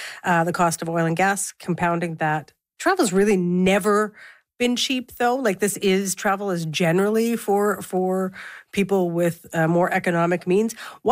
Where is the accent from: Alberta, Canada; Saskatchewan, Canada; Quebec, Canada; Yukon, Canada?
Saskatchewan, Canada; Saskatoon; now in Ontario, Canada; my hometown of Saskatoon.